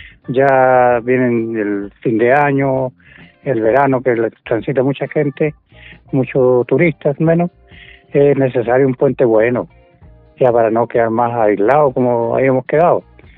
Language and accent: Spanish; Vicuña, Coquimbo, Chile; moved away; also born or lived in northern Chile; Sí, tuve mucho tiempo para el norte, sí, pero volví a mi tierra.